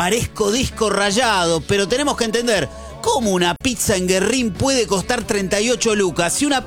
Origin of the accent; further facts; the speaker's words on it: Argentina; Somos argentinos, vamos a viajar a los 70s, los 80s.